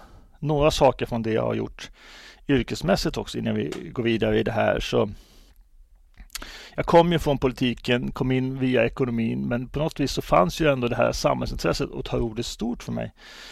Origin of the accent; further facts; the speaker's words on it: Arvika, Värmland, Sweden; moved away as an adult; also born or lived in Karlstad / United States; Jag hade ju då gått med i Folkpartiet några år tidigare uppe i Arvika efter jag kom hem från USA, men så då flyttade ner till Karlstad